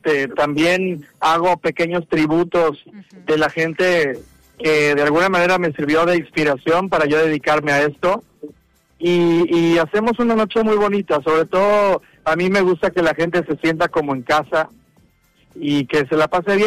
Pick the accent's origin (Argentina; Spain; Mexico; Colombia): Mexico; Veracruz; yo siendo veracruzano